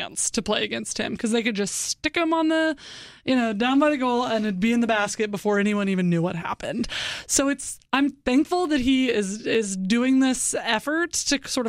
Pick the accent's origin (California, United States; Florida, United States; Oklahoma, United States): Oklahoma, United States; Oklahoma City; I know him as Enes Kanter from his days playing with the Oklahoma City Thunder in my hometown.